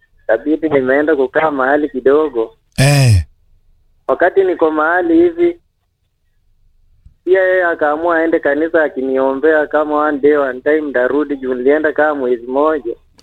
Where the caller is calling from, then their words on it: Kenya; natoka Chemchem.